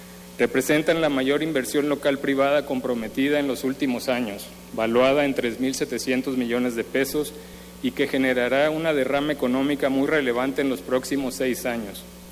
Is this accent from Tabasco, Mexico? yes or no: yes; Tabasco, Mexico; somos empresarios tabasqueños que creemos en Tabasco